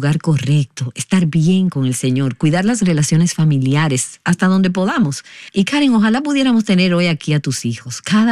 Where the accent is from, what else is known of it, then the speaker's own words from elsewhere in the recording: Michigan, United States; Nosotras, casualmente, somos todas de Michigan, pero en tu país puede verse un poco diferente.